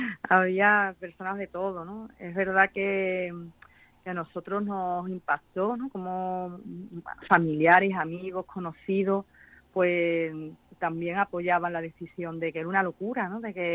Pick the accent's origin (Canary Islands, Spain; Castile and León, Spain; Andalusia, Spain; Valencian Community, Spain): Andalusia, Spain; Jerez; nos fuimos a Sevilla, ¿no? Ya digo que somos de Jerez, fuimos en Sevilla y pedimos allí varias opiniones, después fuimos a Madrid también